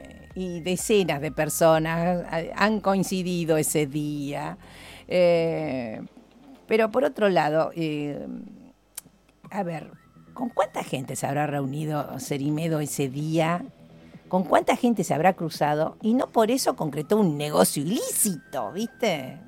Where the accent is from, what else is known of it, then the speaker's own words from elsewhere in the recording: Santa Fe, Argentina; nosotros como ciudadanos santafesinos, con nuestros impuestos santafesinos